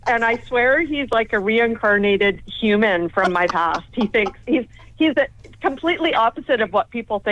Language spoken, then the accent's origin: English; Winnipeg, Manitoba, Canada; Well, I'm originally from Winnipeg